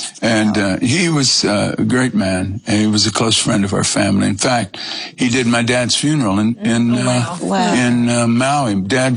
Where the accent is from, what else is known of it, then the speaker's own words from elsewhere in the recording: Kolkata, West Bengal, India; born there; I was born in Calcutta, India.